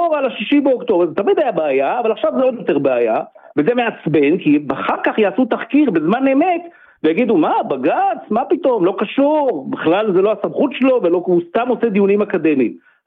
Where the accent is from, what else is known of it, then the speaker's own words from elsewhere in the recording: Jerusalem, Jerusalem District, Israel; אני ירושלמי